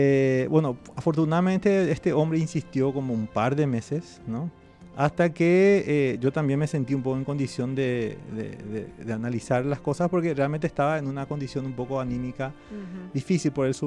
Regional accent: Carapeguá, Paraguarí, Paraguay; now in Asunción, Paraguay; como soy de Carapeguá, tenemos una pequeña quinta con mis padres. Me fui a Carapeguá casi un año.

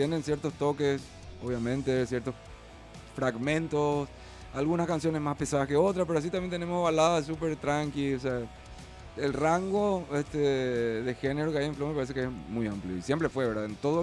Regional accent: Paraguay; somos ni paraguayos

